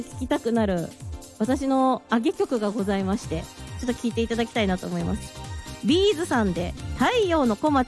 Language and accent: Japanese; Ishikawa, Japan; moved away; 私の実家石川県なんですけれども、家から出たら道一本挟んですぐ海なんですよ。